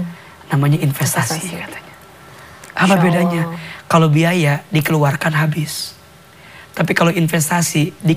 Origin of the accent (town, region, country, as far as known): Garut, West Java, Indonesia